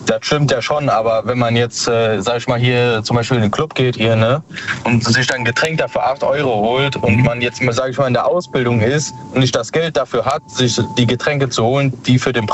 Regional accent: Koblenz, Rhineland-Palatinate, Germany; Ich komme aus Rheinland-Pfalz, Koblenz.

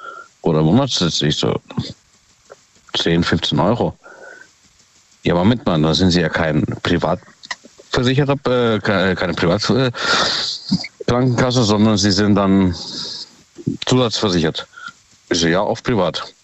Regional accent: Ottersweier, Baden-Württemberg, Germany; Aus Ottersweier.

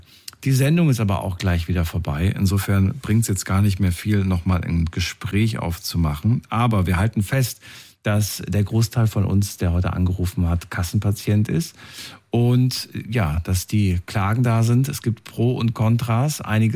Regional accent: Thuringia, Germany; born there; Ich war noch sehr klein, als ich geboren wurde in Thüringen.

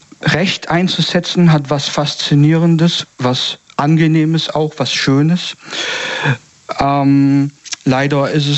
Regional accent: Stuttgart, Baden-Württemberg, Germany; Ich komme aus der Gegend Stuttgart.

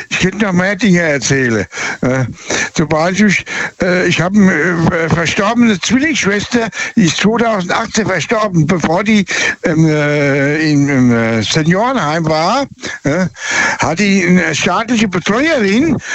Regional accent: Birlenbach, Rhineland-Palatinate, Germany; born there; Und zwar weiß ich, wo ich geboren bin, in dem Ort Birlenbach. Das Haus, wo ich geboren bin, war sogar das Baujahr.

